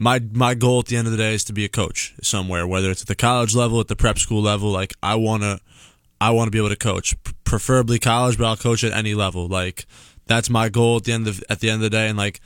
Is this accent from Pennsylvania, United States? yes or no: no; Suffern, New York, United States; So you know, I'm from Suffern, New York.